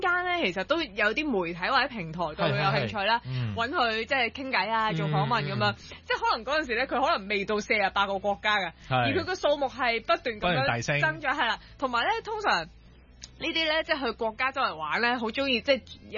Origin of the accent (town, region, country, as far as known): Hong Kong